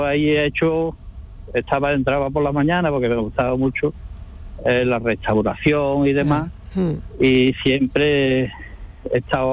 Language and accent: Spanish; Andalusia, Spain; Pues yo soy de Daral.